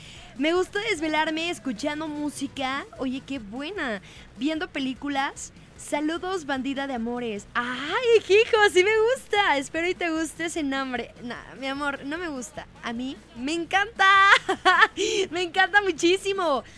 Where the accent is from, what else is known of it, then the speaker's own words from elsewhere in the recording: San Andrés Cholula, Puebla, Mexico; moved away; allá de donde soy, de San Andrés Cholula